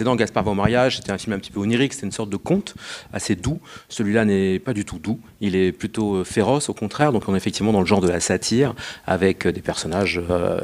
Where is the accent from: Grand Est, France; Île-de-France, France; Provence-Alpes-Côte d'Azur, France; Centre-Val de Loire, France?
Centre-Val de Loire, France; Tours; moved away as an adult; j'ai grandi à Tours jusqu'à mes 18 ans, voilà, toute ma famille est encore basée à Tours